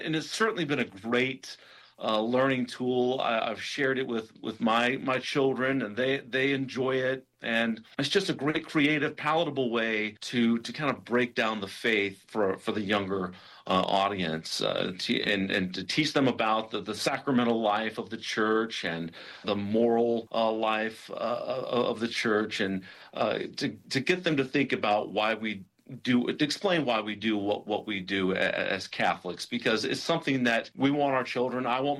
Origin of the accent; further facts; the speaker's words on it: Birmingham, Alabama, United States; Yeah, I grew up in Birmingham, Alabama